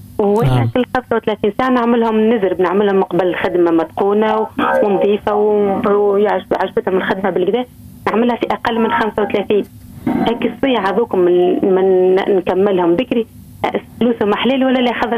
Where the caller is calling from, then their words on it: France; نكلم فيكم من الخارج خوي. منين بالضبط؟ من فرنسا.